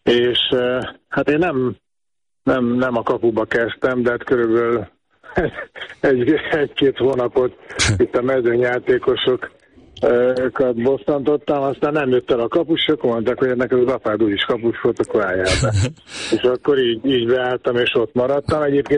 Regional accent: Budapest, Hungary; born there; akikkel felnőttem, tehát a Telek Andrisékkal, ugye együtt a Népligetben nevelkedtünk

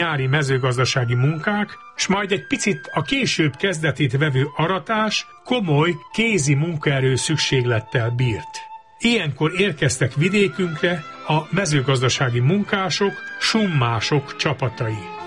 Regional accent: Újkígyós, Békés, Hungary; born or raised there

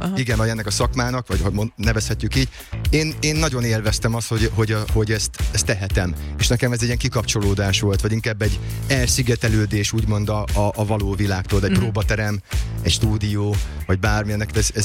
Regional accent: Szolnok, Jász-Nagykun-Szolnok, Hungary; akkor még én szolnoki fiú vagyok

